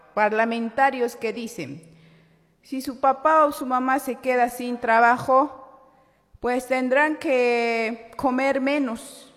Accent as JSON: {"language": "Spanish", "country": "Bolivia", "said": "Nos está endeudando a los bolivianos y bolivianas a través del Fondo Monetario Internacional."}